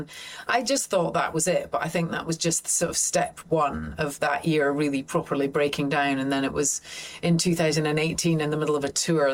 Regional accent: St Andrews, Scotland, United Kingdom; we grew up in St Andrews, it was only 10,000-11,000 people in town when we grew up. It was just a small place.

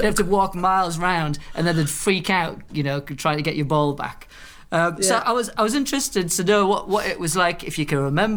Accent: Billingham, North East England, United Kingdom; I come from Billingham.

